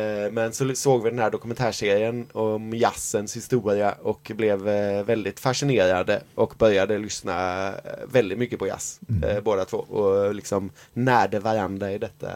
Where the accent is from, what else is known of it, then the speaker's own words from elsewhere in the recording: Gothenburg, Västra Götaland County, Sweden; Jo, jag är en glad och trevlig kille från Göteborg. Även om jag inte alltid låter sån, så jag född och uppväxt i Majorna.